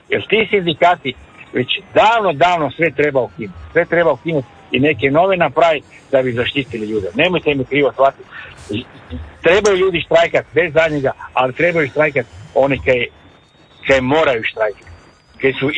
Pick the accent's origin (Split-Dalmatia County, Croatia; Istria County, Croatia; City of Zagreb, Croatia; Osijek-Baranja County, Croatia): City of Zagreb, Croatia; Zagreb; Ja sam rođeni Zagrepčanin, branitelj sam